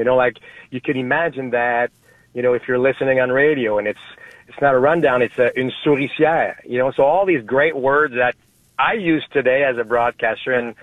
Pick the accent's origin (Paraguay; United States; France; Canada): Canada; Quebec City, Quebec; I grew up in Quebec City, so I couldn't watch the Expos live that often, so I had to listen to the radio.